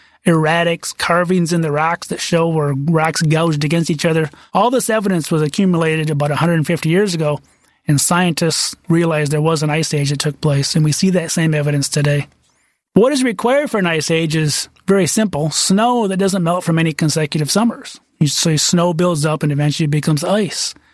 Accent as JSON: {"language": "English", "region": "Michigan", "country": "United States", "tie": "born or raised there", "said": "And this ice came across my home state of Michigan and actually carved out four of the five Great Lakes."}